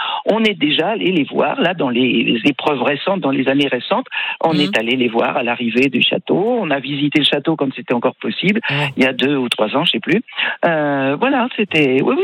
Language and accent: French; Dammarie-les-Lys, Île-de-France, France; born there; Je suis née à Damary-les-Lys dans l'école où ma mère enseignait.